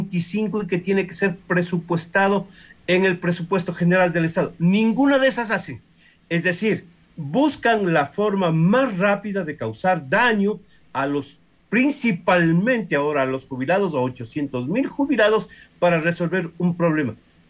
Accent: Ecuador; somos ecuatorianos

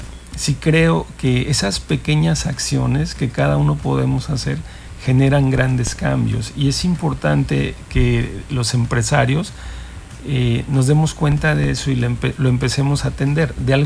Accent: Mexico City, Mexico; moved away as an adult; now in Cancún, Mexico; me siento cancunense, ¿no? Siento que yo vengo de la Ciudad de México, nací en la Ciudad de México, viví y estudié allá, y realmente decidí venir a Cancún por buscando las oportunidades que no encontraba en Ciudad de México.

